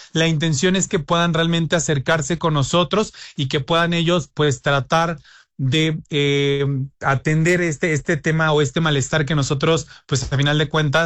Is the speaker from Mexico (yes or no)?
yes; Mexico; como comunidad mexicana siempre vamos cuidando nuestros ingresos